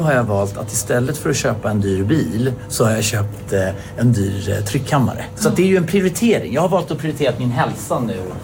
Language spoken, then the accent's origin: Swedish; Karlshamn, Blekinge, Sweden; moved away; jag är uppvuxen på en liten bondgård utanför Karlshamn i Blekinge. Alltså, ett sånt där Astrid Lindgren-värld. Alltså jag växte upp som Emil i Lönneberga kan man säga.